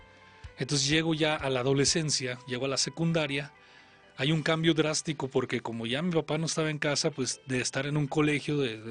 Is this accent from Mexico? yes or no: yes; Michoacán, Mexico; y luego de donde yo soy, pues sí estaba bien grueso, porque entré a una escuela donde ya había chavos de 13 años. En Michoacán, ¿verdad? En Michoacán.